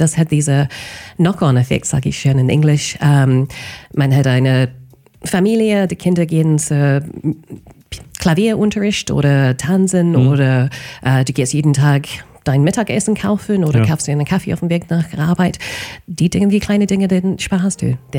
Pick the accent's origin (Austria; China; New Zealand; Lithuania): New Zealand; Wellington; German is a second language; now in Germany; Du fragst, oh, was Neues ist in meiner Heimat, in Wellington.